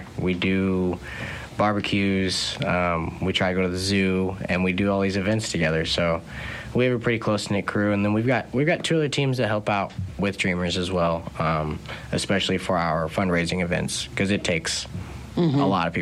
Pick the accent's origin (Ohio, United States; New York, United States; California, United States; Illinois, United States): Illinois, United States; moved away as an adult; now in Sedalia, United States; I grew up with small town values. I grew up in Illinois